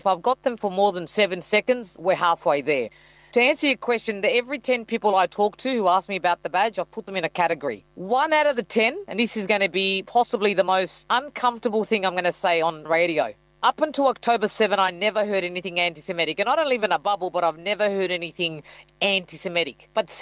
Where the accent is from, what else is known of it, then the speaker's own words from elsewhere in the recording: Australia; it is very heartbreaking to watch as an Australian, as a mum, as a sister, and as a daughter